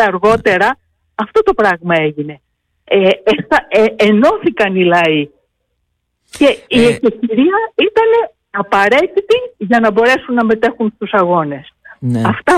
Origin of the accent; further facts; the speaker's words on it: Serres, Central Macedonia, Greece; Δεν υπάρχει, και εγώ σας το λέω, είμαι Σεραία, δεν είμαι από την Ηλία.